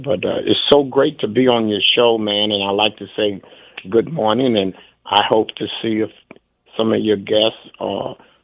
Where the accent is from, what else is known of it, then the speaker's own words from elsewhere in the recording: St. Louis, Missouri, United States; Abbott King is from my hometown, St. Louis.